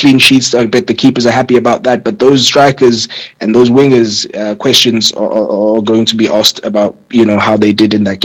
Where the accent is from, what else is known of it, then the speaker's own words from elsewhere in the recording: Durban, KwaZulu-Natal, South Africa; I am from Durban